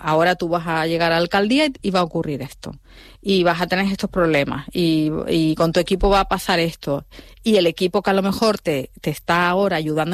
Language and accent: Spanish; Andalusia, Spain; yo soy andaluza, entonces, bueno, he tenido mucha co